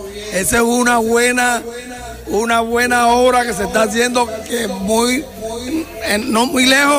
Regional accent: Barranquilla, Atlántico, Colombia; accent: costeño; now in Los Llanos, Colombia; De Barranquilla para el Llano.

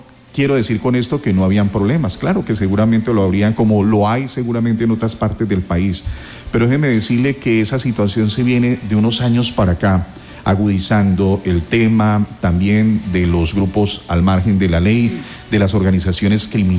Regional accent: Colombia; es que somos colombianos. Mire, somos colombianos

